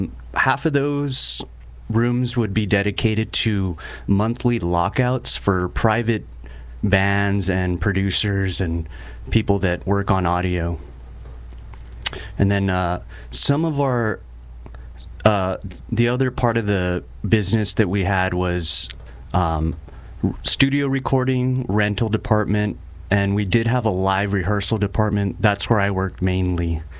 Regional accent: Las Cruces, New Mexico, United States; moved away as an adult; also born or lived in Tempe / Los Angeles; Originally, yeah. I'm from Las Cruces.

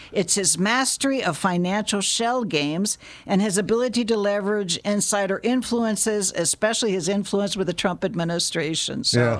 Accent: United States; But some depends on our awareness as the American electorate.

